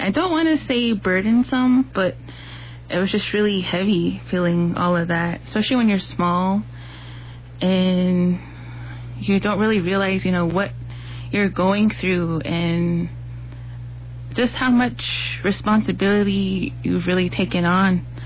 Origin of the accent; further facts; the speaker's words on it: Tuba City, Arizona, United States; I am from Tuba City, Lower Maungopi area